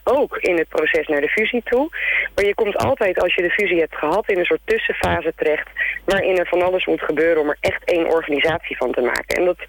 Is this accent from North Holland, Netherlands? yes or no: no; Dordrecht, South Holland, Netherlands; Ik ben een Dordtenaar, geboren en getogen.